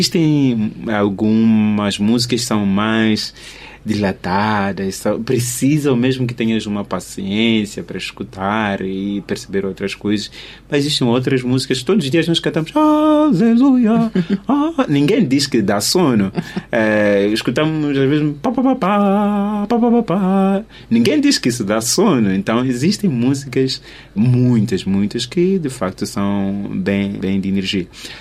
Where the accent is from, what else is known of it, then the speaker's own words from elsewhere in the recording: Maputo, Maputo City, Mozambique; Por exemplo, eu venho de Machacane e tenho muitos colegas que vêm de Machacane.